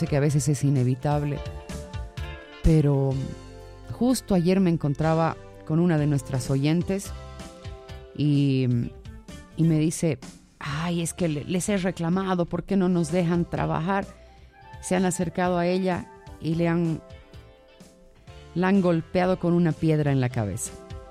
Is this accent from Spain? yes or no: no; Bolivia; tengamos la oportunidad de sanar como hermanos bolivianos que somos.